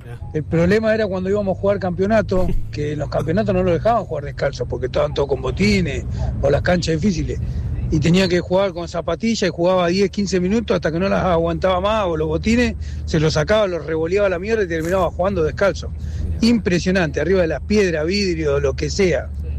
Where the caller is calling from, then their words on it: San Martín, Buenos Aires Province, Argentina; yo soy de Lanzoni, San Martín